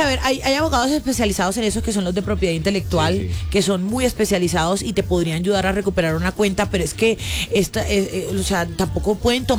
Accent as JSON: {"language": "Spanish", "town": "Barranquilla", "region": "Atlántico", "country": "Colombia", "said": "Soy barranquillera y que sale ahí, pero bueno, muy bacano, muy bacano."}